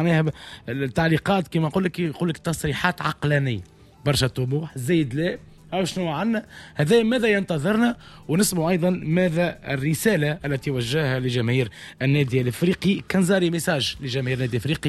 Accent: Tunisia; احنا تونسي

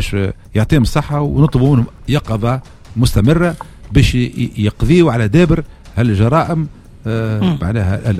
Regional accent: Tunisia; عندنا في تونس

